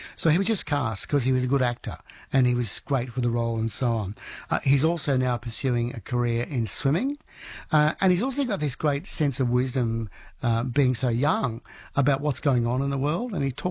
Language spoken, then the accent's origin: English; Lismore, New South Wales, Australia; I spoke to a young man only recently in my hometown of Lismore in northern New South Wales